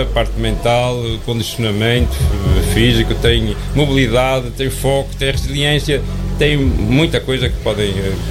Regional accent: São Pedro, Portugal; now in Oliveira de Frades, Portugal; Eu não sou de cá, eu estou cá há 30 anos, eu sou de São Pedro, mas já me vejo aqui, não me vejo muito em São Pedro.

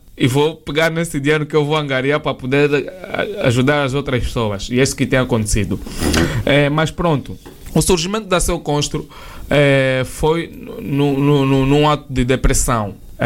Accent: Angola; moved away; eu sei que quando eu saí de Angola, eu saí de lá e prometi para mim mesmo que eu, quando voltasse aqui, eu tenho de ser o melhor empresário que existe em Angola.

